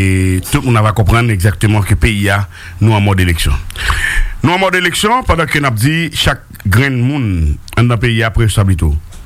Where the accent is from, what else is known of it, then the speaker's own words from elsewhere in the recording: Haiti; je suis haïtien.